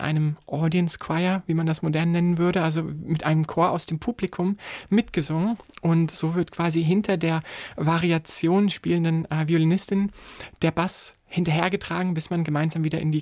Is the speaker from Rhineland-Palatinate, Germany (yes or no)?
no; Fulda, Hesse, Germany; weil das Fulda Festival in meiner Heimatstadt stattfindet